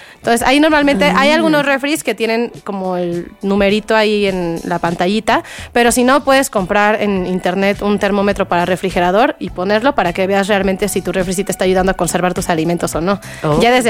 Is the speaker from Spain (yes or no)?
no; Querétaro, Mexico; Yo soy de Querétaro y justo vengo aquí de visita.